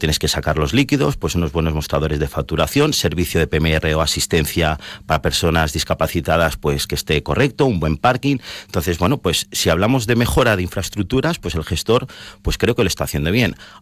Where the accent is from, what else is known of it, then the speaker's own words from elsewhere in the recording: Balearic Islands, Spain; me defino como un mallorquín de real, somos muy complicados